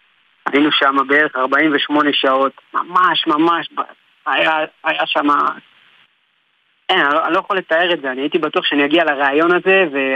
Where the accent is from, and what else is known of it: Kfar Saba, Central District, Israel